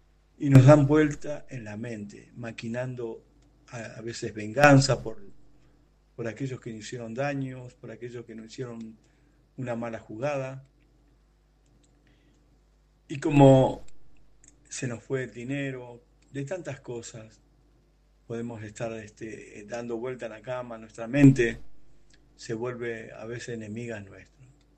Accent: Argentina; now in Chile; ciudad de Los Muermos, ubicada en la 10ª región de Chile … soy de Argentina

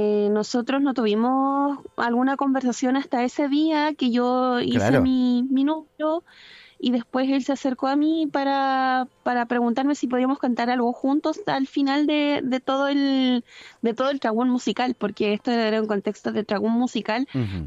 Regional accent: Osorno, Los Lagos, Chile; also born or lived in Rupanco, Puerto Octay; yo he pasado mi vida en Osorno también, nací en el Hospital Base, pero mi tugún, como decimos en Chesungún, está en Pellinada, en Rupanco. Y Rupanco pertenece a Puerto Octay.

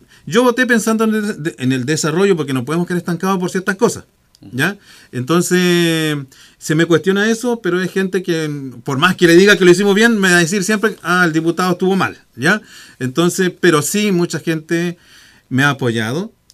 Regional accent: Queilen, Los Lagos, Chile; No, yo pues soy del Elbo, de la comuna de Keilen.

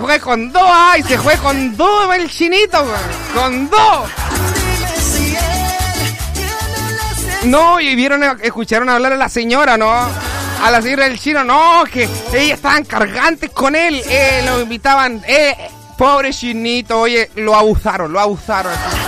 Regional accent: Chile; Lo voy a contar como chileno, sí.

